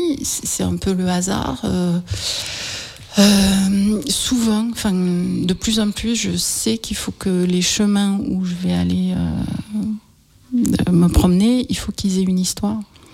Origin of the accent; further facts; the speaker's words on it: Southern France, France; accent: méridional (southern French); je suis méridionale, ça s'entend oui. À mon accent.